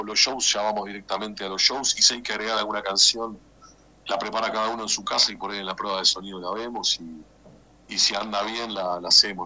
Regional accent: Villa Martelli, Buenos Aires Province, Argentina; yo soy de Villa Martelli

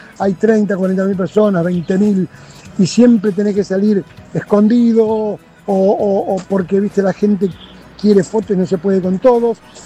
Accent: Cañada Rosquín, Santa Fe, Argentina; Cañada Rosquín, que es mi pueblo natal.

